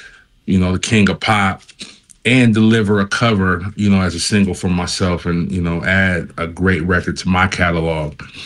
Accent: Sacramento, California, United States; now in Los Angeles, United States; I'm from Sacramento.

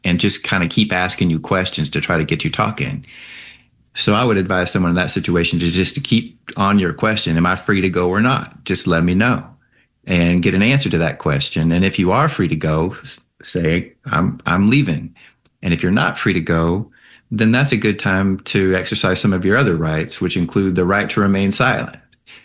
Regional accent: United States; And I was born here and lived my whole life here.

